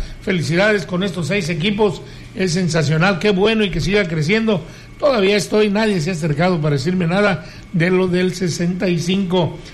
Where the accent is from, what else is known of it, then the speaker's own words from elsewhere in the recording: Mexico; la algarabía con que nos vimos como mexicanos, envueltos todos en una fiesta cordial y de corazón enorme, poniéndonos la verde